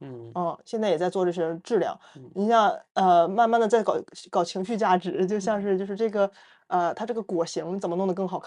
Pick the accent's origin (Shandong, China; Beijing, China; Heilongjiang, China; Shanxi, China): Shandong, China; Qingdao; 因为我是海边长大的嘛，我是青岛人，在海边长大